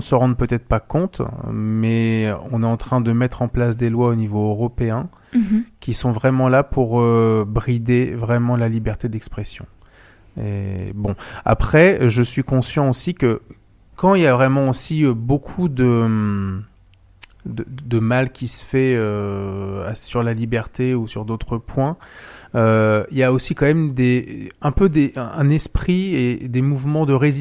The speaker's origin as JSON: {"language": "French", "country": "France", "said": "chez nous en France."}